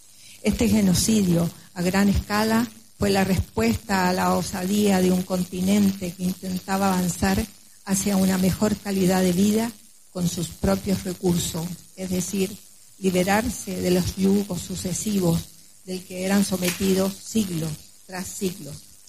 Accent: Chile; Soy chilena, ¿no?

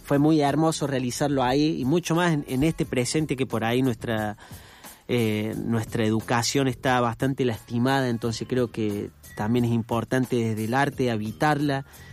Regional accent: Argentina; me genera mucho orgullo, así como argentino, tener todo eso.

